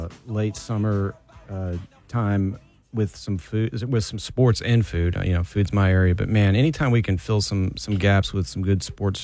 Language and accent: English; Houston, Texas, United States; growing up in Houston, I'm always going to support my Houston teams.